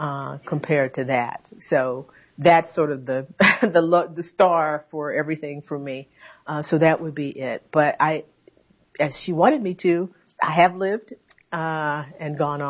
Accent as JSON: {"language": "English", "town": "Conroe", "region": "Texas", "country": "United States", "tie": "born or raised there", "said": "Yeah, at Gordon Reed Elementary School in my hometown. Yes. In Conroe, Texas."}